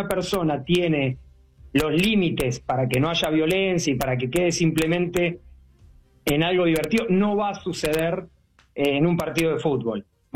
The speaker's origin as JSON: {"language": "Spanish", "country": "Argentina", "said": "siendo argentino soy muy fanático."}